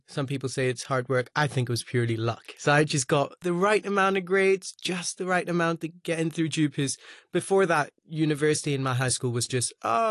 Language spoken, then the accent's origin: English; Hong Kong; So obviously I was born in Hong Kong. For the first few years, I did go to an international kindergarten. And then for primary, a short stint. And then I was moved back to local school in P1 as well.